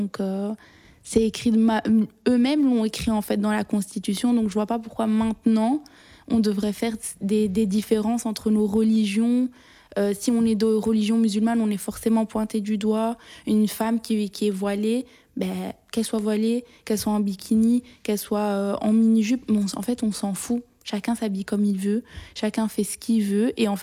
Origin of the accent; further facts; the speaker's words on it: Belgium; Pour moi, c'est une évidence que déjà, eux qui nous pointent du doigt, la plupart, nous, on est nés en Belgique. Donc, on est belge, on est citoyen belge.